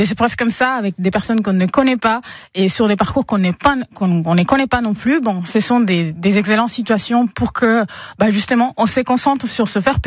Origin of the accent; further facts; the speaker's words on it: Caracas, Capital District, Venezuela; Et ben bonjour … On vient tous les deux de Caracas.